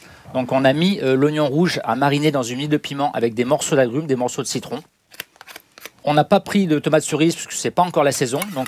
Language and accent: French; Auvergne-Rhône-Alpes, France; Je suis originaire d'Auvergne